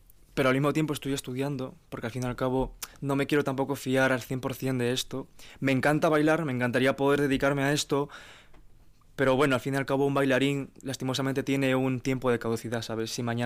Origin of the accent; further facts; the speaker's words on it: Peru; Y al fin y al cabo, pues, a mí, mi profesor, como en Perú es muy estricto, ¿sabes?